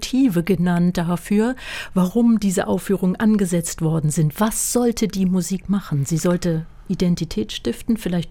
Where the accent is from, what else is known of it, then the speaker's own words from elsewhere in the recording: Northern Germany, Germany; ich komme aus Norddeutschland. Wir sprechen dort ganz anderen Dialekt.